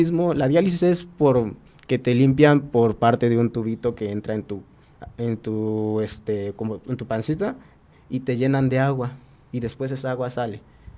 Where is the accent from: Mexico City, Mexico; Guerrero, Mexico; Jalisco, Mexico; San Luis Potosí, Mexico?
Guerrero, Mexico; Yo soy de Locotito, Guerrero